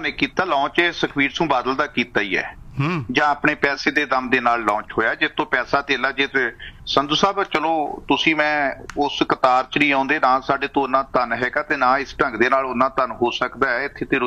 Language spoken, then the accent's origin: Punjabi; Punjab, India; ਅਸੀਂ ਪੰਜਾਬ ਦੇ ਲੋਕ ਹੈ, ਪੰਜਾਬ ਦੇ ਵਸ਼ਿੰਦੇ ਹੈ